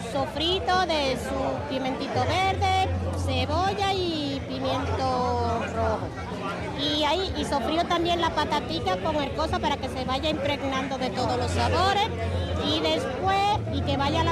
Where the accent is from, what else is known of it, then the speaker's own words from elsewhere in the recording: Dominican Republic; now in Vitoria-Gasteiz, Spain; Somos dominicanas, República Dominicana.